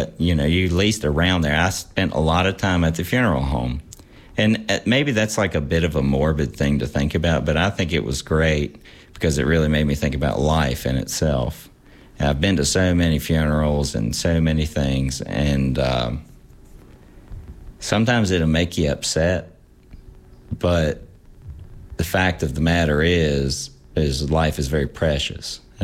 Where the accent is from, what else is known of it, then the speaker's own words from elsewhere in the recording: Clifton Forge, Virginia, United States; Growing up in Clifton Forge was, I'll say now, great, because I grew up on a farm.